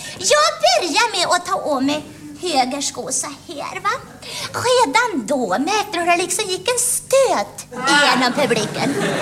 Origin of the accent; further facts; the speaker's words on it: Västra Götaland County, Sweden; born there